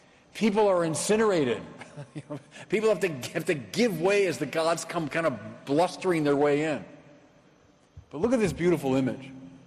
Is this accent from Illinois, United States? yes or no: yes; Chicago, Illinois, United States; now in Minnesota, United States; I'm Bishop of Winona, Rochester in Minnesota. I'm from Chicago.